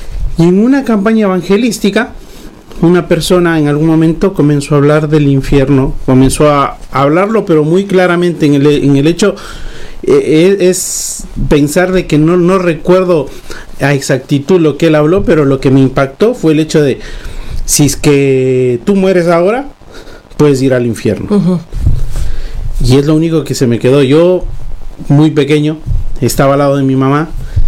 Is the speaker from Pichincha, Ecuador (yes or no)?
yes; Quito, Pichincha, Ecuador; Nosotros venimos como ecuatorianos, tenemos un trasfondo católico muy fuerte, muy fuerte.